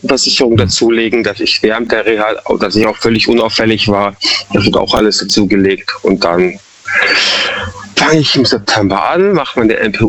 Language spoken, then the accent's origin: German; Munich, Bavaria, Germany; moved away as an adult; now in Freiburg, Germany; Also ich bin ursprünglich aus Bayern, ja, Münchner Kindl. Und bewusst bin ich damals eben nach Eichstätten, also nach Freiburg gezogen